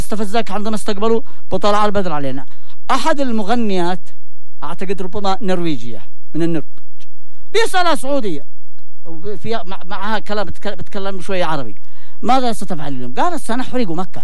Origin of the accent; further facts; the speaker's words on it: Yemen; عندنا في اليمن